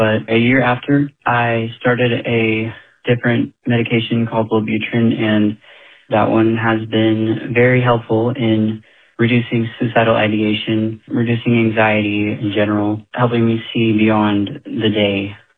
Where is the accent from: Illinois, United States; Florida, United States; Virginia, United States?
Florida, United States; I'm from the Panhandle in Florida.